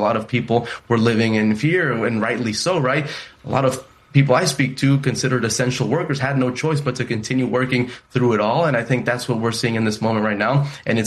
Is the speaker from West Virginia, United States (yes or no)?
no; College Station, Texas, United States; I grew up in College Station, Texas, a very unique place because, you know, you have Texas A&M University. It's very globalized. There's a lot of different components. College Station is a pretty conservative place.